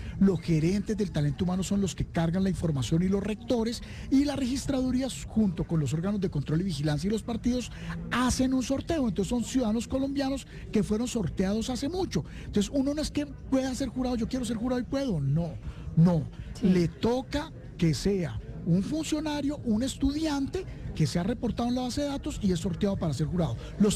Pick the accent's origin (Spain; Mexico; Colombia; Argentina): Colombia; No le echemos la culpa a la policía, somos nosotros los colombianos, por favor.